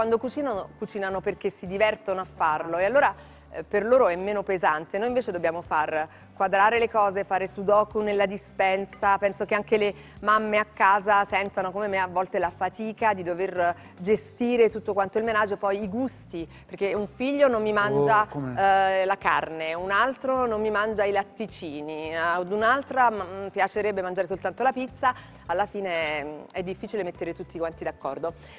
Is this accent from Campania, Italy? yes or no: yes; Salerno, Campania, Italy; Maria è campana come me. Noi siamo di Salerno, però.